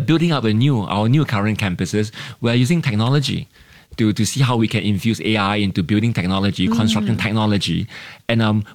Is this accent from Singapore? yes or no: yes; Singapore; We don't go in with the concept that I'm a Singaporean, I know everything, I'm here to educate you.